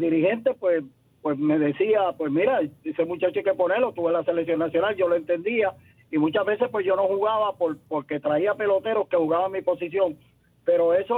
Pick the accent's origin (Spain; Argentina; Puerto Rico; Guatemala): Puerto Rico; Comerío; con mi pueblo de Comerío